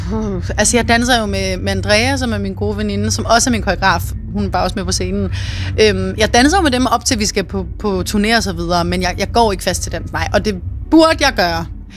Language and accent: Danish; Aarhus, Central Denmark Region, Denmark; Jeg bor her jo, det jeg er jo fra Aarhus